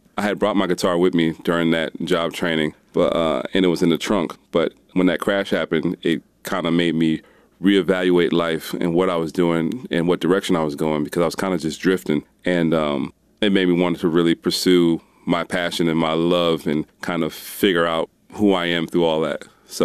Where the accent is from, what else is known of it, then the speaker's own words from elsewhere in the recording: Liverpool, New York, United States; now in Durham, United States; Well, I didn't grow up in Durham, North Carolina, so I guess that's the first part. I actually grew up in Liverpool, Syracuse.